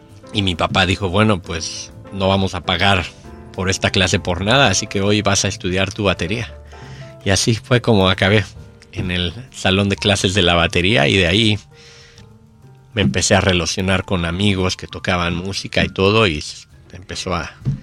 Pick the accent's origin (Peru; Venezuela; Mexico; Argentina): Mexico; En la escuela en la que yo estaba de chiquito en México, nos daban instrumentos para la clase de música